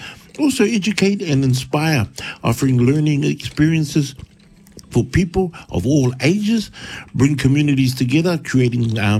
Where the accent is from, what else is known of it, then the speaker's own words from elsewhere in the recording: Wellington, New Zealand; I was born and bred in Wellington